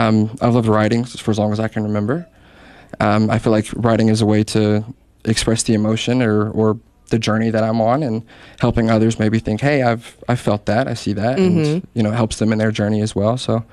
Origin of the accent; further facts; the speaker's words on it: Richlands, North Carolina, United States; now in Wilmington, United States; So I'm from Richlands, North Carolina, originally. It's about an hour from here. It's a little small town.